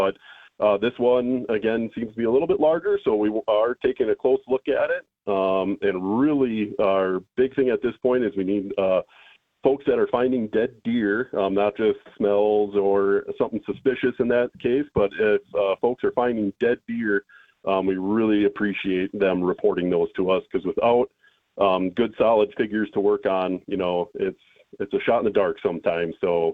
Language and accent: English; Wisconsin, United States; I went to school here in Wisconsin born and bred in Clark County, and grew up hunting a lot in Clark County and Taylor County, the National Forest area.